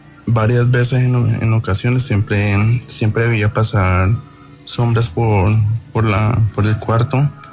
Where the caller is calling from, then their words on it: Cali, Valle del Cauca, Colombia; Desde acá de Cali